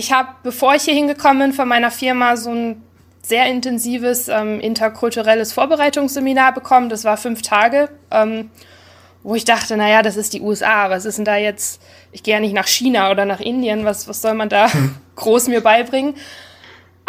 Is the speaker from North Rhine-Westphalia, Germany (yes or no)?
yes; Duisburg, North Rhine-Westphalia, Germany; moved away as an adult; also born or lived in Munich; now in Detroit area, United States; Ich bin in Duisburg aufgewachsen, in NRW.